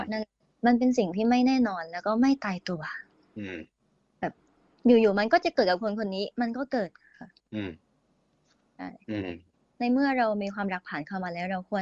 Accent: Southern Thailand, Thailand; หนูเป็นคนใต้นะคะ

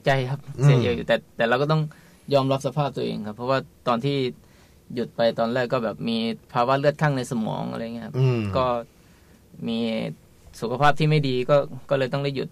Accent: Khemarat, Ubon Ratchathani, Thailand; เป็นคนจังหวัดอุบลราชธานีครับที่อำเภอเขมราชครับ

